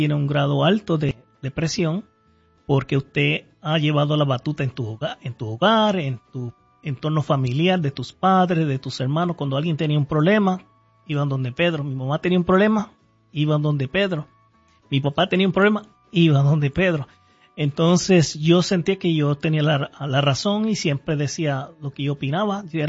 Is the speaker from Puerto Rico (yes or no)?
yes; Puerto Rico; now in United States; En el 1998 salí de Puerto Rico a los Estados Unidos. Y mi hermana vivía en el estado de Minnesota, un par de horas de aquí.